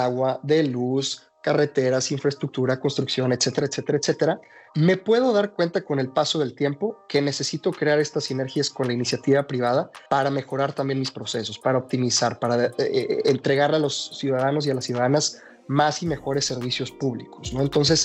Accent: Mexico; lugar en el que orgullosamente digo que soy mexicano

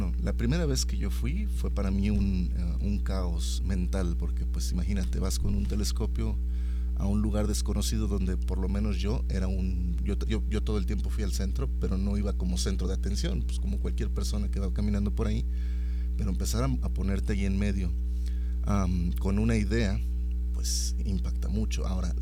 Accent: Saltillo, Coahuila, Mexico; now in San Luis Potosí, Mexico; yo soy originario de Saltillo, pero pues ya llevo muchísimo tiempo aquí en San Luis Potosí.

